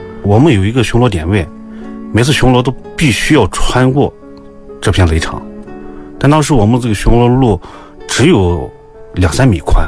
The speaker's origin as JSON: {"language": "Chinese", "region": "Xinjiang", "country": "China", "tie": "born or raised there", "said": "因为我是兵团长大的，兵团第三代"}